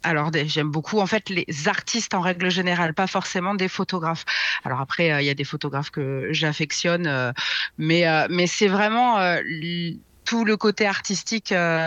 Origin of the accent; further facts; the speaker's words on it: Nice, Provence-Alpes-Côte d'Azur, France; moved away as an adult; also born or lived in Paris; now in Auch, France; je suis d'ici et d'ailleurs, en vrai, je suis parisienne de naissance, dans le Gers. J'ai vécu la plupart du temps, enfin jusqu'à mes 22 ans, à Nice néanmoins